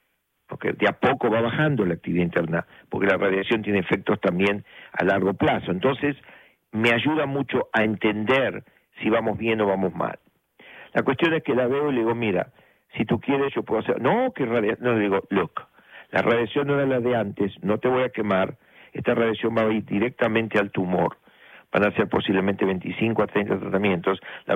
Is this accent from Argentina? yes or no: yes; Argentina; now in New York, United States; yo soy de Argentina